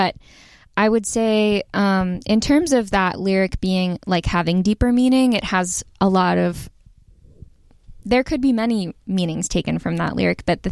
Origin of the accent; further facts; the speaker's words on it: Topanga Canyon, California, United States; I grew up in Topanga Canyon